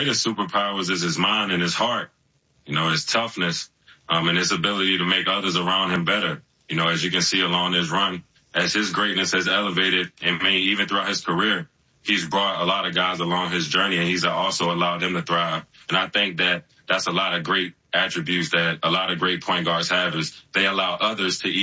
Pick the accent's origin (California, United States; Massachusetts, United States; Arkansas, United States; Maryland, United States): Maryland, United States; we grew up in the Maryland, D.C. area together.